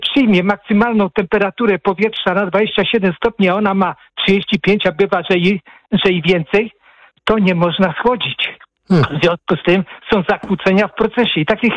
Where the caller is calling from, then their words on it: Płock, Masovian Voivodeship, Poland; Ja jestem z Płocka